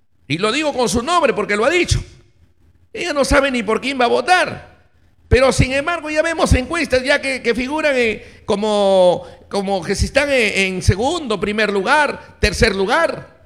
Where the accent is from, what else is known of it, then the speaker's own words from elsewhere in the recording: Olmos, Lambayeque, Peru; Y les hago memoria a mi pueblo de Olmos.